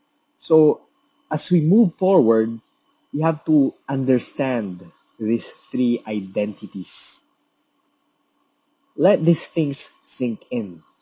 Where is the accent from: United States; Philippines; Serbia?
Philippines; born there; I was born here in the Philippines for a reason.